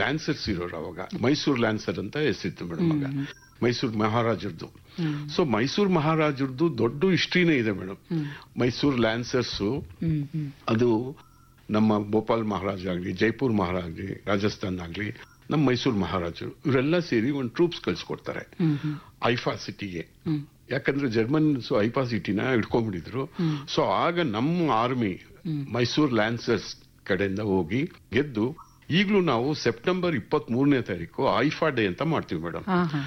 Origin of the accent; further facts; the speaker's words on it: Bangalore, Karnataka, India; ಮೂಲತಃ ಬೆಂಗಳೂರಿನವ್ರೆ. ನಾನು ಇಲ್ಲೇ ಮೇಡಮ್, ಹೊಸನಗರ ಈಗ ಅಂತಾರೆ, ಅದಕ್ಕೆ ಉಪ್ಪಾರಳ್ಳಿ ಅಂತ ಮೊದ್ಲು ಹೇಳ್ತಾ ಇದ್ರು.